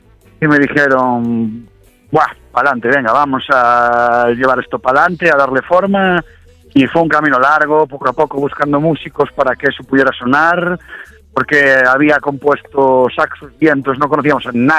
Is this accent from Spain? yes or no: yes; Ourense, Galicia, Spain; moved away as an adult; now in Santiago de Compostela, Spain; somos de Ourense toda la vida, pero yo llevo años viviendo en Santiago de Compostela